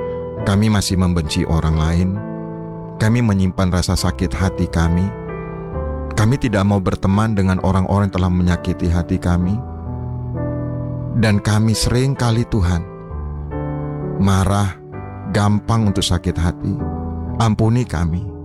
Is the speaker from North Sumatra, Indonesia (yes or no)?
yes; Binjai, North Sumatra, Indonesia; Saya ini orang Binjai, saudara. Saya SMA di SMA 1 Binjai.